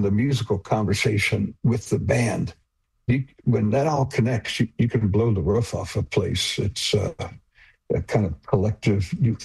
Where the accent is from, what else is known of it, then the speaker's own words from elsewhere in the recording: Detroit, Michigan, United States; So we listened to that. We thought, well, we're from Detroit. We certainly know how to do that.